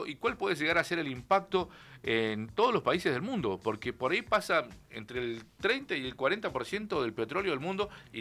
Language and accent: Spanish; Patagonia, Argentina; Yo soy patagónico, nacido acá.